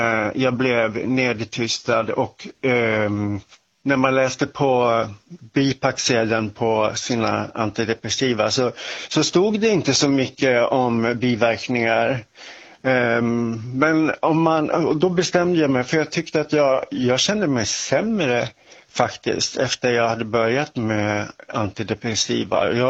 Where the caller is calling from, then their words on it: Dalarna County, Sweden; accent: Västerdalska; jag kommer från Dalarna så jag och pratar västerdalska